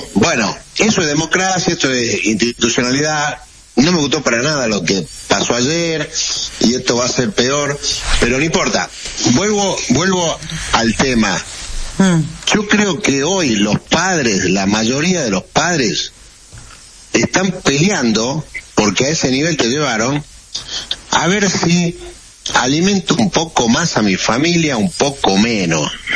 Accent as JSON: {"language": "Spanish", "country": "Argentina"}